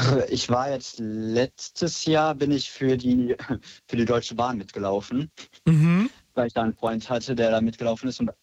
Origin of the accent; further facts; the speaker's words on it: Solingen, North Rhine-Westphalia, Germany; Also hier in meiner Heimatstadt, Solingen, da ist der CSD so ein bisschen gewachsen